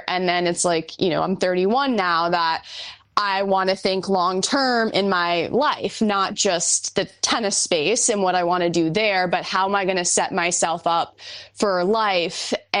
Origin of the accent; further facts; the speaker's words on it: New York, United States; I've played, fortunately, all four, but I'm from New York, so US Open is a special place to me, just in my backyard.